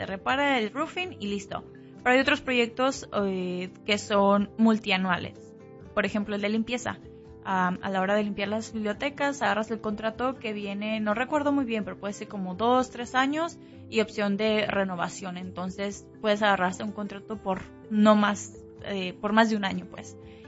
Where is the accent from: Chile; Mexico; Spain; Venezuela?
Mexico; Jalisco; moved away as an adult; now in Omaha, United States; yo soy de Jalisco, soy de México, pero ya tengo aquí en Omaha 11, 12 años, por ahí ya perdí la cuenta.